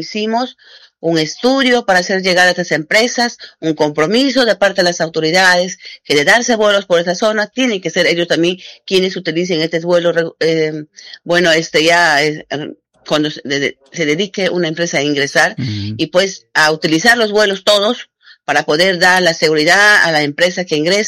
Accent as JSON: {"language": "Spanish", "country": "Peru", "said": "esta parte del país que somos la nororiente peruano."}